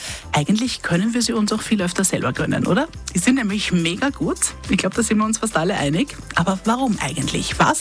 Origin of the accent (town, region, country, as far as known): Austria